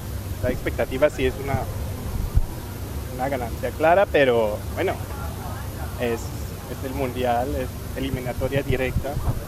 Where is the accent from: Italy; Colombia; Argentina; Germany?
Germany; southwest; Spanish is a second language; Yo soy alemán.